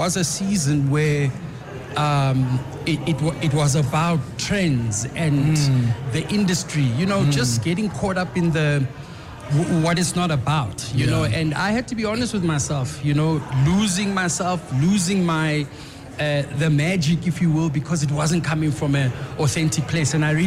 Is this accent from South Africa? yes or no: yes; South Africa; But one thing we did realize was we are in a South African context. And if we are going to resonate with our people, we've got to use those influences whilst resonating with the people.